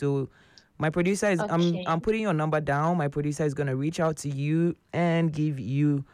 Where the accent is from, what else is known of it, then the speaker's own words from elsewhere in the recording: Tema, Greater Accra, Ghana; me too, I'm from Tema